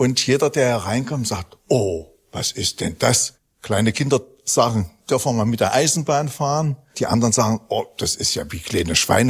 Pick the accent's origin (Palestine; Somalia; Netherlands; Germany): Germany; Döblitz, Saxony-Anhalt; born there; also born or lived in Halle; Ich habe 20 Jahre in Halle gewohnt. Also ich bin hier in Döblitz geboren, bin auch in der Kirche getauft worden, aber bin in erster Linie kein Christ. Also das typische DDR-Kind.